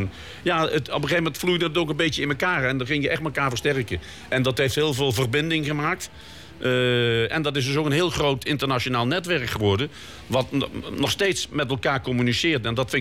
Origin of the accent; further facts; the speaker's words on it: Limburg, Netherlands; had ik altijd het gevoel alsof ik terug was in mijn jeugd in Limburg. Want daar ging de deur niet op slot. En de buren stonden voor elkaar klaar.